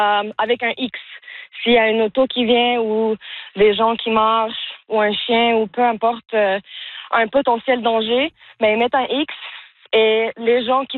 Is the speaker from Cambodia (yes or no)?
no; Montreal, Quebec, Canada; Moi, je suis de Montréal, originalement.